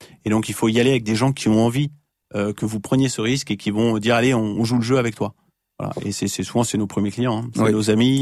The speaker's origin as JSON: {"language": "French", "region": "Auvergne-Rhône-Alpes", "country": "France", "said": "parce que on est aussi de la Savoie, et donc en Savoie, j'ai toujours abattu les arbres"}